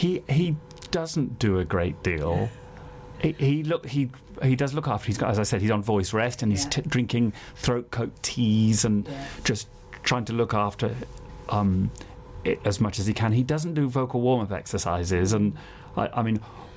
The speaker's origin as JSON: {"language": "English", "town": "Gloucester", "region": "South West England", "country": "United Kingdom", "said": "I come from the West Country, come from Gloucester"}